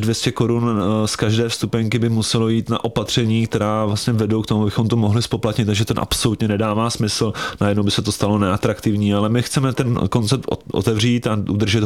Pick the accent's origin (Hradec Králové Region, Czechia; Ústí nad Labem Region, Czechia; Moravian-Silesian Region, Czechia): Hradec Králové Region, Czechia; Hradec Králové; já jsem teda z Hradce Králové